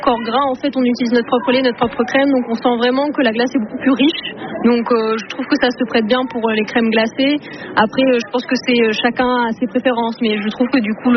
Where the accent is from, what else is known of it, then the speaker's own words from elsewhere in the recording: Nouvelle-Aquitaine, France; j'ai 25 ans, je suis originaire de la Dordogne et je me suis réinstallée du coup en Dordogne